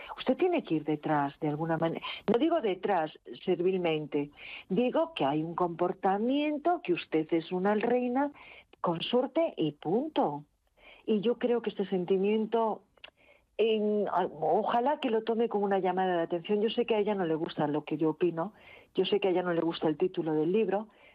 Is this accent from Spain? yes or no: yes; Spain; para que se acerque a mí como española.